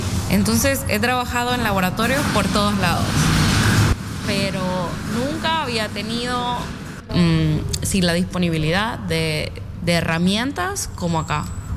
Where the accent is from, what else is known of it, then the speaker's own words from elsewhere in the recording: Honduras; now in Ostrava, Czechia; Soy hondureña, pero soy científica de corazón